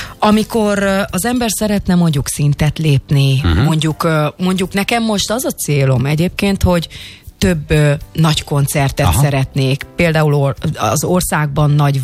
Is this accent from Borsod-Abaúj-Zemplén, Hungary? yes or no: yes; Borsod-Abaúj-Zemplén, Hungary; én egy borsodi kis településről származom